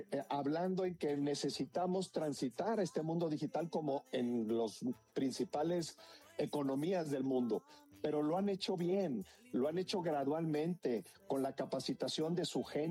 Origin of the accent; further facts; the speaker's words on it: Mexico